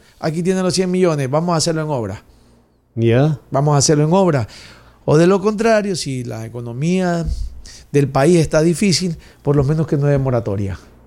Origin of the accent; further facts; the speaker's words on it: Manta, Manabí, Ecuador; born there; Yo soy cholito, yo soy nacido aquí en Manta. Claro, yo soy nacido en el Hospital Rodríguez Zambrano, en la 13 y la 24.